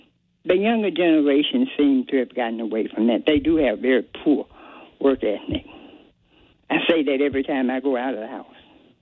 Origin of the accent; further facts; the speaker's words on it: the South, United States; And I'm from the South. I was raised to care about how I did things.